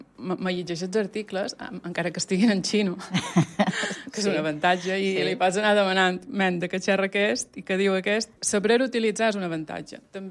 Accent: Sóller, Balearic Islands, Spain; also born or lived in Fornalutx; Ja he nascut a Buenafornalutx, Sóller, una cama a cada banda. Sempre, els caps de setmanes, he anat a Solivar, el que dèiem a Sóller Solivar, la finca

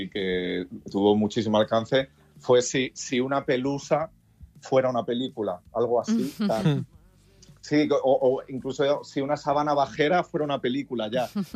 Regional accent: Balearic Islands, Spain; moved away as an adult; now in Madrid, Spain

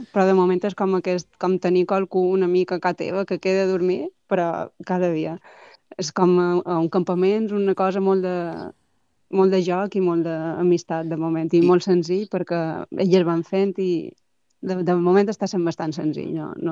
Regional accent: Bunyola, Balearic Islands, Spain; nosaltres som de Bunyola, i mos coneixíem.

